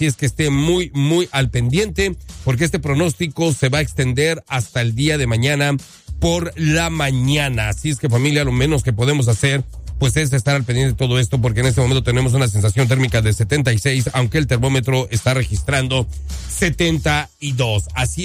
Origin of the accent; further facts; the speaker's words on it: Mexico; para nosotros como mexicanos